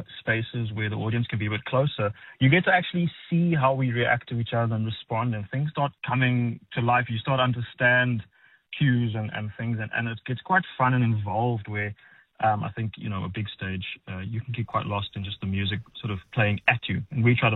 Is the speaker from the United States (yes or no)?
no; Cape Town, Western Cape, South Africa; we're from Cape Town.